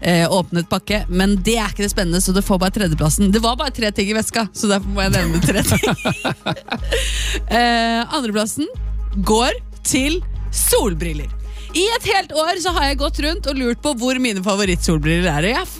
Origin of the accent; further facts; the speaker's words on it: Copenhagen, Capital Region of Denmark, Denmark; now in Norway